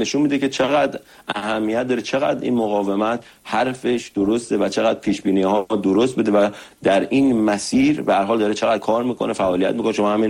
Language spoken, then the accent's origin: Persian; Iran; ما ایرانی هستیم